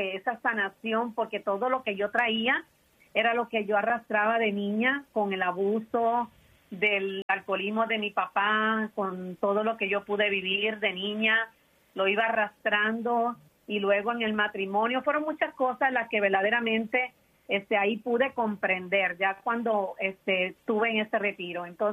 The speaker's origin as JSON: {"language": "Spanish", "country": "Puerto Rico", "moved": "as an adult", "lives_now": "United States", "said": "Pero lo que mi esposo trabajó, pues en mi país era un poquito difícil encontrar el trabajo. So, eso fue lo que nos hizo dar el cambio a Estados Unidos"}